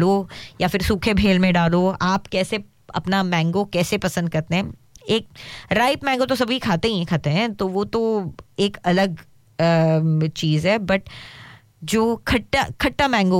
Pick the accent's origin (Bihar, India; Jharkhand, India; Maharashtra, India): Maharashtra, India; Mumbai; also born or lived in Hyderabad; now in Australia; मैं बॉम्बे से हूँ तो फिर बॉम्बे में हापूस तो मिलता ही मिलता है और मैंने बहुत खाया हुआ है उसके पहले मैं रहती थी हैदराबाद में